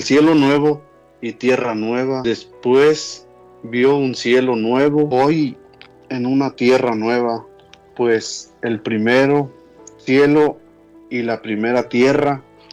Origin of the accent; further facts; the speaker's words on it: Ciudad Hidalgo, Michoacán, Mexico; Soy originario de México, de Ciudad Hidalgo, Michoacán